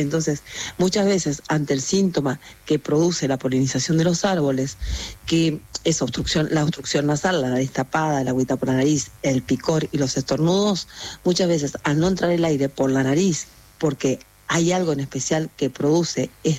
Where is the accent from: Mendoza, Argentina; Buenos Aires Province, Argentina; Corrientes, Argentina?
Corrientes, Argentina; Bellavista; born or raised there; now in Buenos Aires, Argentina